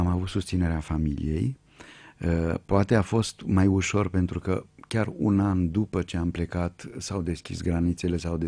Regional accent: Romania; moved away as an adult; now in France; am rămas român, acum sunt și francez. Cele două naționalități, cele două au rămas în mine

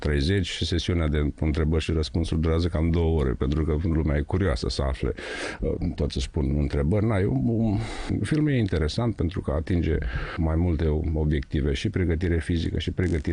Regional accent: Piatra Neamț, Neamț County, Romania; eu sunt moldovean, sunt din Piatra Neamț

